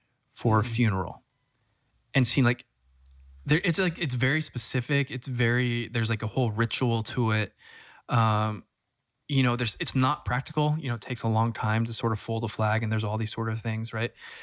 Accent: California, United States; I'm from Southern California where there's a high sort of emphasis on being cool, like not cool, but like being like chill and kind of informality and casualness. And I kind of grew up in that.

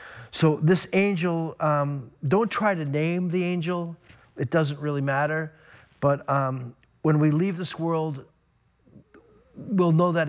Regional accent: Boston, Massachusetts, United States; And of course, I grew up in the Boston area.

